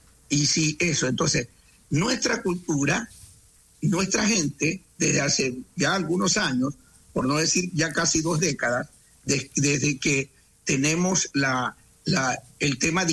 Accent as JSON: {"language": "Spanish", "country": "Ecuador"}